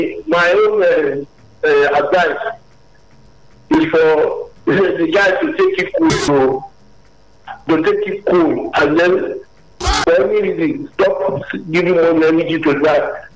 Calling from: Alimosho, Lagos, Nigeria; I'm calling from Alimosho.

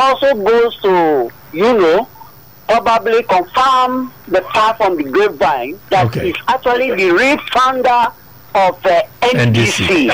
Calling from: Lagos, Nigeria; I'm calling from Ikotun in Lagos.

